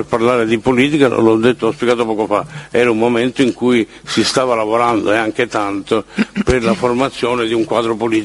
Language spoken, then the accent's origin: Italian; Sicily, Italy; essendo siciliano come Dell'Utri